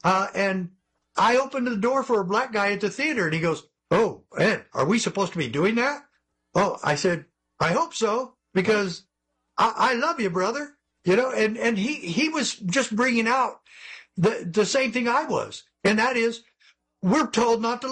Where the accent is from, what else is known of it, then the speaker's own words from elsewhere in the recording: Arizona, United States; when I grew up in Arizona playing sports, we all liked each other.